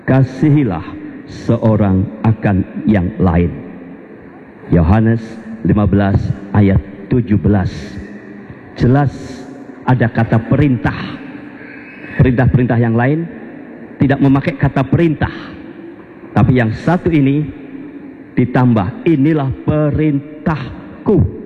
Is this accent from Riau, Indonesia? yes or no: no; Temanggung, Central Java, Indonesia; also born or lived in Yogyakarta; Saya numpang lahir di Jogja, tetapi kemudian orang tua pindah ke Jawa Tengah, ke Temanggung. Saya orang Jogja kota dekat Malioboro.